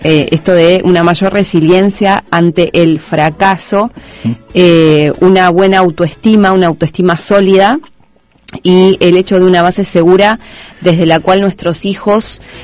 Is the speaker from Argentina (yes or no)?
yes; Argentina; moved away